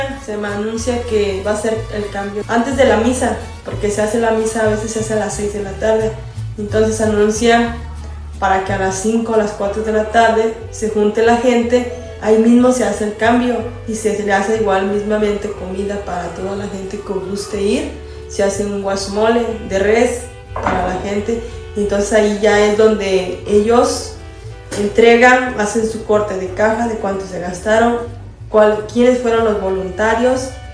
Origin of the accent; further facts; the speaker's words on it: Guadalupe Victoria, Mexico; soy de Guadalupe Victoria, su servidora.